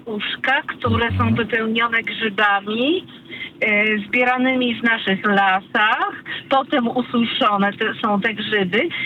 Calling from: Krosno, Subcarpathian Voivodeship, Poland; ja mieszkam w Krośnie, natomiast moja część rodziny pochodzi z Samoka

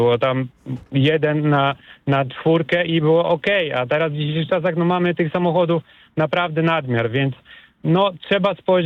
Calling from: Tricity, Pomeranian Voivodeship, Poland; U nas w Trójmieście

